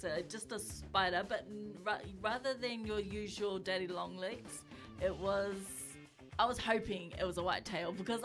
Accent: Australia; now in New Zealand; we grew up in Australia.

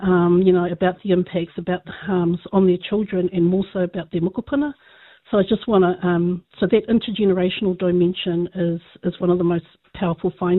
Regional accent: Whakatāne, Bay of Plenty, New Zealand; So growing up in Whakatāne, I was surrounded by the workers and whānau

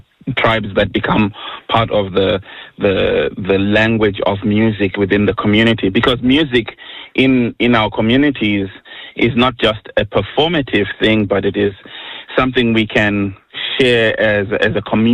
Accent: Zimbabwe; growing up in Zimbabwe, you have quite a big celebration of traditional music.

